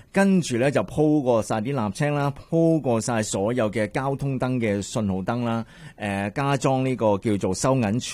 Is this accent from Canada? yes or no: yes; Canada; 唔系我哋加拿大人嗰种一路拖延嘅